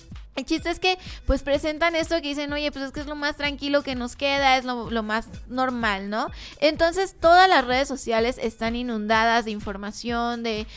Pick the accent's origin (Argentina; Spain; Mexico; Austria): Mexico